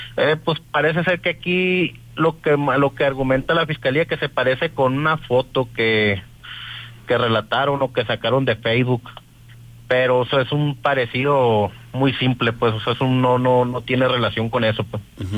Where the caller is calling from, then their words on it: Nogales, Sonora, Mexico; Yo vivo en Nogales, yo vivo en Nogales.